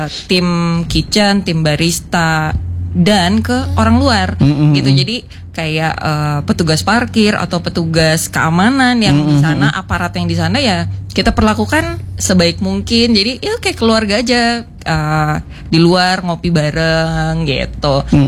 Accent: Java, Indonesia; now in Bandung, Indonesia; Kan, biasanya kalau orang Sunda, karena saya orang Jawa ya, yang akhirnya berpindah KTP ke Bandung.

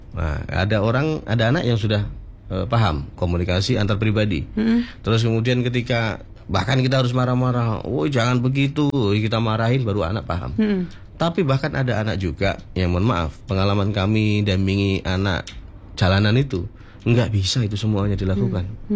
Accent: Bojonegoro, East Java, Indonesia; saya orang asli Bojonegoro

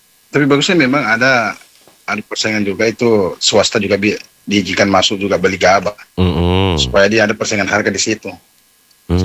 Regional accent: Bone, South Sulawesi, Indonesia; born there; moved away

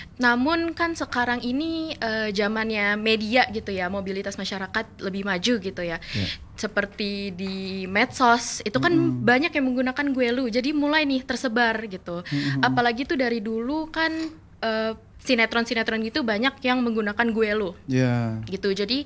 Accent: Bekasi, West Java, Indonesia; Jadi saya sendiri itu berasal dari Bekasi yang secara administratif masuk Provinsi Jawa Barat gitu.

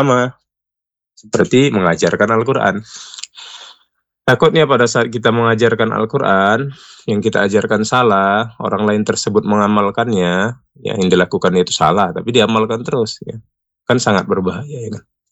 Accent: Indonesia; kita sebagai orang Indonesia, warga Indonesia tentunya

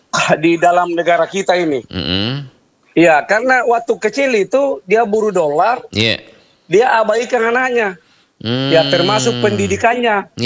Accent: South Sulawesi, Indonesia; Kita orang Sulsel.

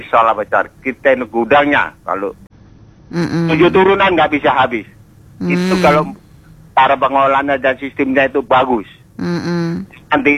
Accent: Central Java, Indonesia; Saya tuh orang asli Jawa Tengah, mau beli nggak ada, apalagi kamu orang Jawa Timur katanya.

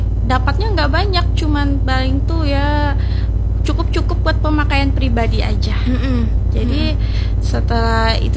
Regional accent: South Kalimantan, Indonesia; Iya, saya aslinya Kalimantan Selatan.

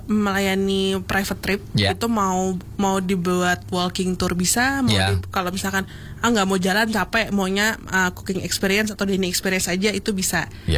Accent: Central Java, Indonesia; now in Jakarta, Indonesia; karena kebetulan ya saya juga orang tua saya orang Jawa, dulu saya Jawa Tengah, jadi nggak terlalu susah untuk menyesuaikan.

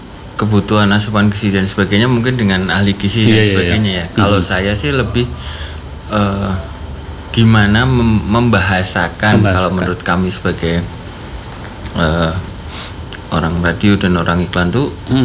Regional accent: East Java, Indonesia; accent: East Javanese; kok aku Jawa Timurane metu

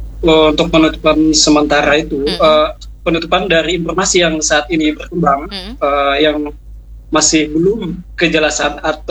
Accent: South Kalimantan, Indonesia; saya itu memang aslinya dari Pegunungan Meratus.

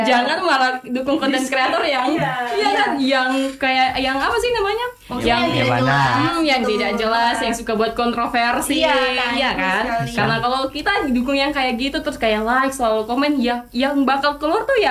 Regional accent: Fakfak, West Papua, Indonesia; Jadi mungkin untuk saya yang datang dari Fak-Fak

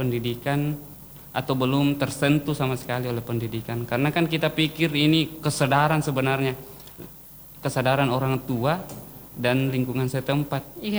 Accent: Papua, Indonesia; Saya mulai dari 2017, saya kan dari Papua.

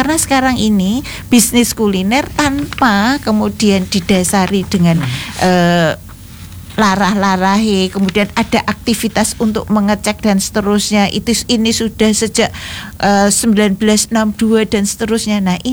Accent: Magelang, Central Java, Indonesia; Wah, luar biasa ini satu daerah. Saya juga dari Magelang ya.

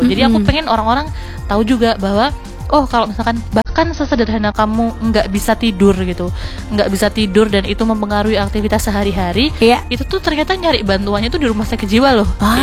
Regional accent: Magelang, Central Java, Indonesia; born or raised there

